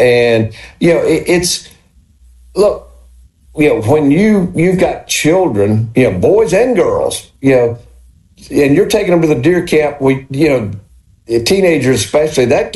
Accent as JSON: {"language": "English", "region": "Mississippi", "country": "United States", "tie": "born or raised there", "said": "I grew up in Walthall County on a farm"}